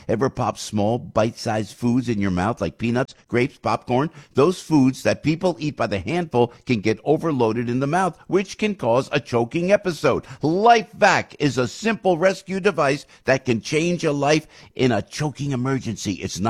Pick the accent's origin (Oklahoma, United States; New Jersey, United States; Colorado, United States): New Jersey, United States; No, I'm from New Jersey, and I say Iran, you know.